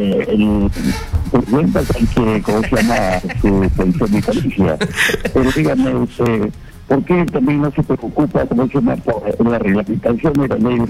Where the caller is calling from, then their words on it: Trujillo, La Libertad, Peru; Le llamo de Trujillo